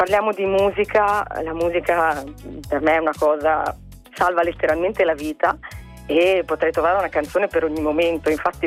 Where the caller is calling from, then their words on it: Como, Lombardy, Italy; E io, siccome sono di Como, avevo l'appartamento lì con altri miei compagni